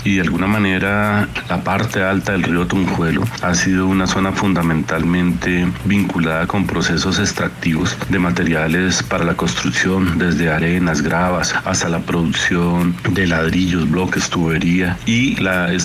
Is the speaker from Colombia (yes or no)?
yes; Colombia